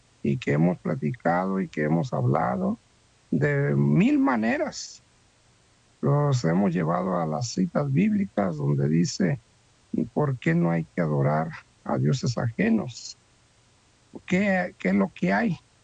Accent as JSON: {"language": "Spanish", "country": "Mexico", "said": "nosotros como mexicanos crecimos en ese espíritu de idolatría"}